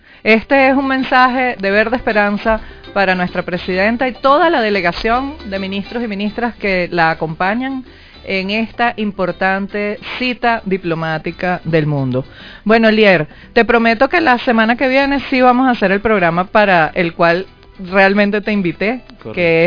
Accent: Venezuela

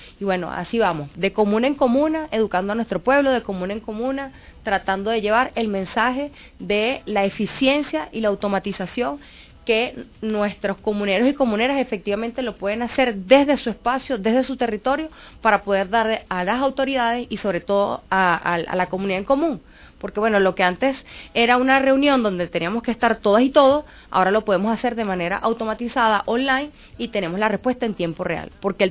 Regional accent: Venezuela; la profundidad que nos caracteriza como venezolanos

